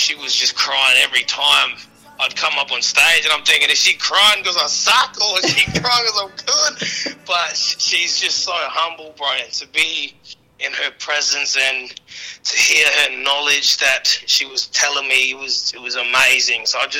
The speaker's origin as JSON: {"language": "English", "region": "Northern Territory", "country": "Australia", "lives_now": "Darwin, Australia", "said": "Yeah, so I'm up in Darwin, NC. My mob is based out of Litchfield, and I'm a proud Murrunungu man."}